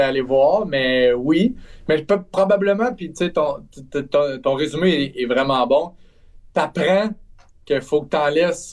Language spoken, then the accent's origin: French; Trois-Rivières, Quebec, Canada